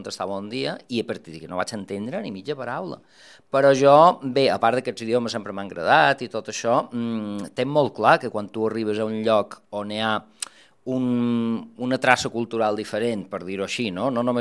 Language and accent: Catalan; Búger, Balearic Islands, Spain; accent: Búger; Bujarró, sí. Estic molt orgullós del meu accent Bujarró.